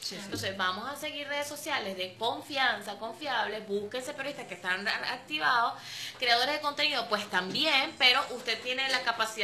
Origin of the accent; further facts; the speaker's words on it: Puerto Píritu, Anzoátegui, Venezuela; nosotros somos de Puerto Píritu